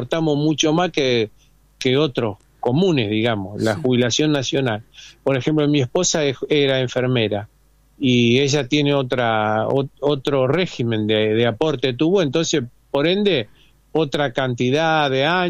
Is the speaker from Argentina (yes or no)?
yes; Rosario, Santa Fe, Argentina; born there; now in near San Lorenzo, Argentina; Yo nací en Rosario.